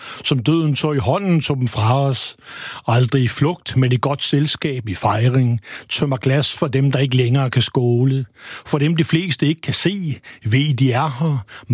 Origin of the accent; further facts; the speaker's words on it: Copenhagen, Capital Region of Denmark, Denmark; jeg er jo, som man måske ikke hører på mig, jeg er fra hovedstaden, jeg er fra København